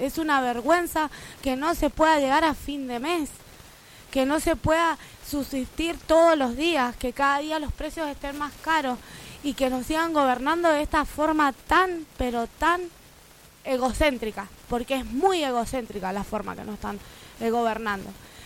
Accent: Argentina; Porque nosotros siendo argentinos, luchamos por tener un techo, luchamos por tener un lugar

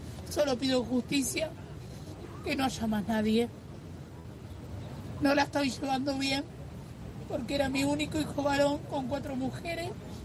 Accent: Lomas de Zamora, Buenos Aires Province, Argentina; Soy de Lomas de Zamora, muy nuevita.

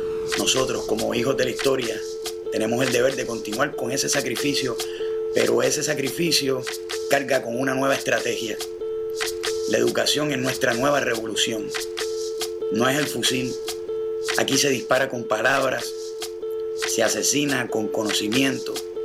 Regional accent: Puerto Rico

